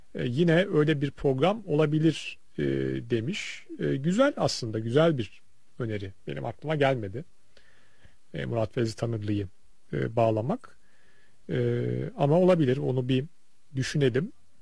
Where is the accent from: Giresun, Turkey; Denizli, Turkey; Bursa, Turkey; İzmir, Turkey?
Bursa, Turkey; Bir Bursalı olarak bu sene çok iyi şeftali yemedim.